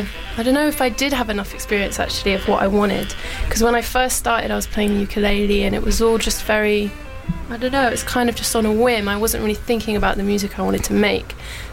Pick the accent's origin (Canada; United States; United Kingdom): United Kingdom; London; I grew up in Wimbledon.